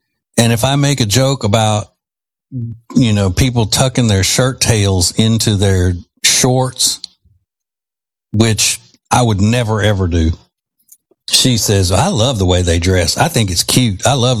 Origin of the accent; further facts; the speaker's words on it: Louisiana, United States; Yeah, but we used to call that when I was growing up in Louisiana, we call that flooding.